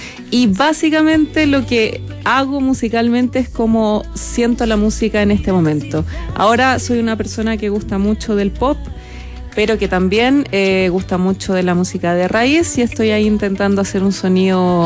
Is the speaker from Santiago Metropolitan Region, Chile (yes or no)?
yes; San Bernardo, Santiago Metropolitan Region, Chile; soy de San Bernardo.